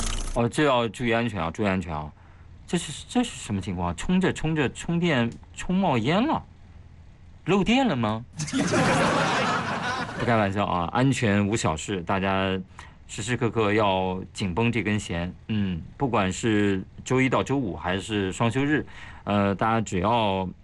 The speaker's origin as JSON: {"language": "Chinese", "region": "Shanxi", "country": "China", "moved": "yes", "said": "我是个山西人啊"}